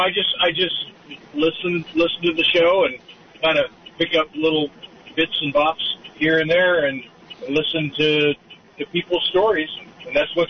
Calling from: San Jose, California, United States; in San Jose.

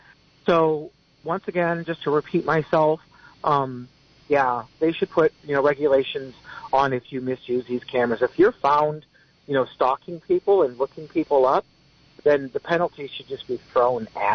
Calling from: Boulder Creek, California, United States; I'm calling from Boulder Creek.

